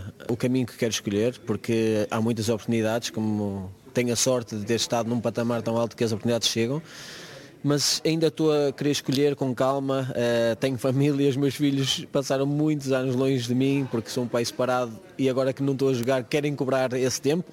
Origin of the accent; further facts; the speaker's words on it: Portugal; e sou português